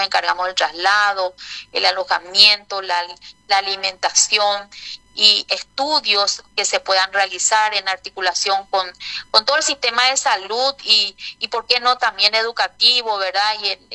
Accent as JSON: {"language": "Spanish", "country": "Paraguay", "said": "Realmente todos somos paraguayos"}